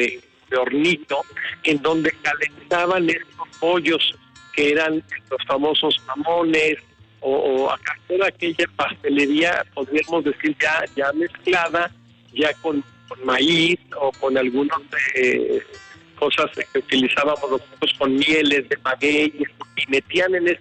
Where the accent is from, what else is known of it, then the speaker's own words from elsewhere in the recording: Puebla, Mexico; nuestra gastronomía poblana